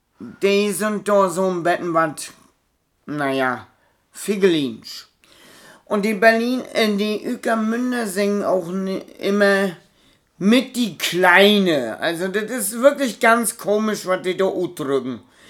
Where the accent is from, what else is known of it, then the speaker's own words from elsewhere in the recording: Mecklenburg-Vorpommern, Germany; Also blieben wir mal hier bei uns in Mecklenburg-Vorpommern.